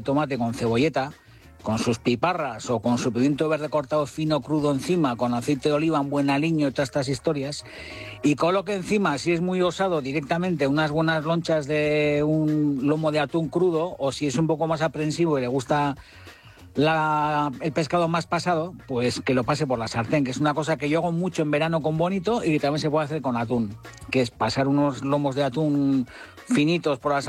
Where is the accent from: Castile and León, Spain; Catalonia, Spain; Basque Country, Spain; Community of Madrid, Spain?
Basque Country, Spain; Hondarribia; yo soy bonitero, porque yo soy del Cantábrico. Yo soy nacido en Hondarribi y yo soy bonitero del norte a tope.